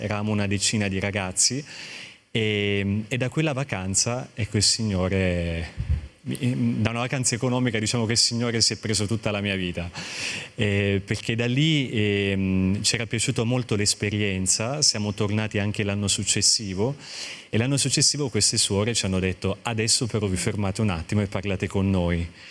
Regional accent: Abruzzo, Italy; born there; io vengo dall'Abruzzo. L'Abruzzo ha tante possibilità, ma allo stesso tempo noi ci sentivamo un po' stretti lì

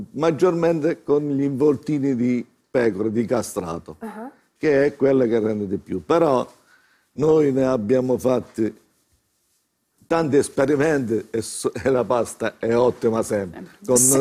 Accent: Torino di Sangro, Abruzzo, Italy; Noi siamo di Torino di Sangro

